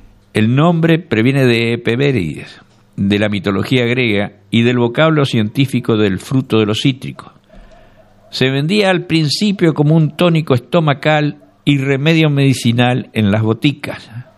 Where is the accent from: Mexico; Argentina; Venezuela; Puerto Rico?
Argentina